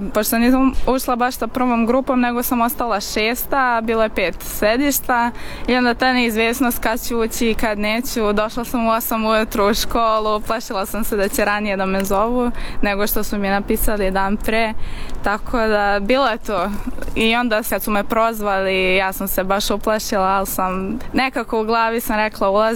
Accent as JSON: {"language": "Serbian", "region": "Belgrade", "country": "Serbia", "lives_now": "Budapest, Hungary", "said": "Iz Beograda."}